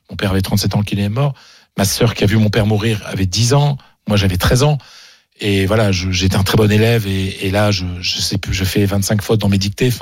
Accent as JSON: {"language": "French", "region": "Hauts-de-France", "country": "France", "said": "moi je viens d'un petit village du Pas-de-Calais, une famille modeste."}